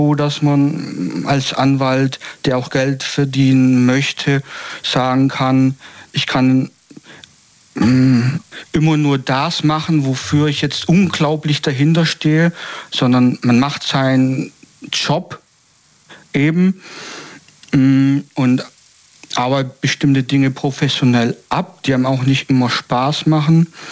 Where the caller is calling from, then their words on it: Stuttgart, Baden-Württemberg, Germany; Ich komme aus der Gegend Stuttgart.